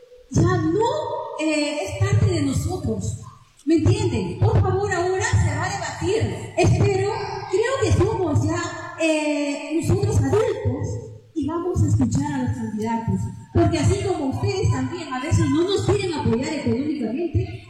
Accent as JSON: {"language": "Spanish", "country": "Peru", "said": "los peruanos somos peruanos"}